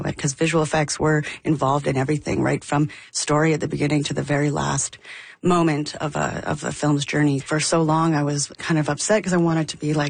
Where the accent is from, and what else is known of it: Calgary, Alberta, Canada; born or raised there; also born or lived in Jasper